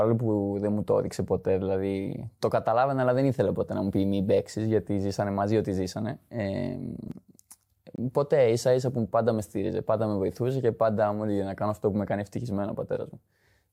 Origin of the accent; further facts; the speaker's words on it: Heraklion, Crete, Greece; Και όταν με ρωτάνε από πού είσαι, εγώ λέω από το Ηράκλειο, από την Κρήτη. Γιατί και ο πατέρας μου μας έκανε να αγαπήσουμε πάρα πολύ.